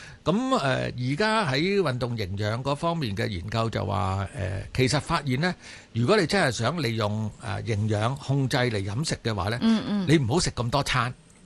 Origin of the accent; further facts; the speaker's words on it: Guangdong, China; 我们广东话叫做大震